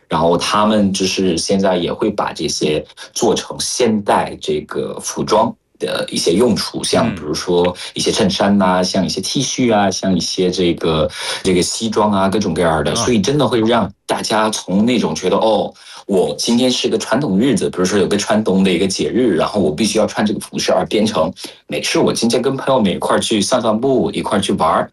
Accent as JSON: {"language": "Chinese", "country": "Cameroon", "second_language": "Chinese", "moved": "yes"}